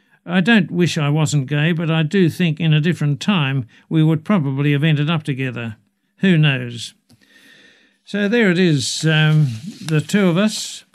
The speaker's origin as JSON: {"language": "English", "region": "New South Wales", "country": "Australia", "said": "It's a shared experience for us, even though we're from different country. I'm from Killamilroy in Western New South Wales"}